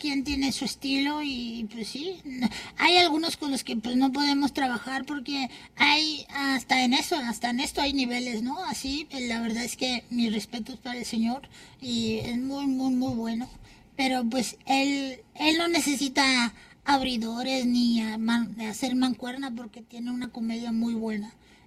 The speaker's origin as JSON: {"language": "Spanish", "town": "Zumpango", "region": "State of Mexico", "country": "Mexico", "said": "Somos del Estado de México, estamos ahí cerquita de, se llama... Zumpango, pero estamos al ladito del nuevo aeropuerto de la ciudad del Estado de México, del AIFA"}